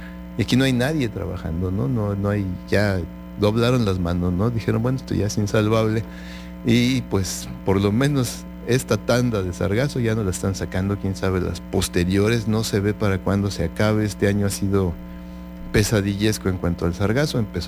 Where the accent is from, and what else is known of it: Mexico